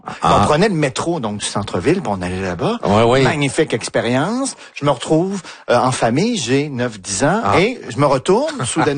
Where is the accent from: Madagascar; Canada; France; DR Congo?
Canada; Quebec City, Quebec; oui, ben moi je viens de Québec en fait.